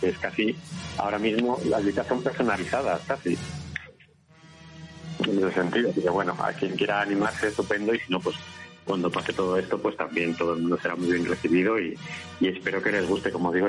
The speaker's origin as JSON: {"language": "Spanish", "town": "Salamanca", "region": "Castile and León", "country": "Spain", "said": "Yo la verdad es que suelo ir mucho porque, como digo, soy de Salamanca y..."}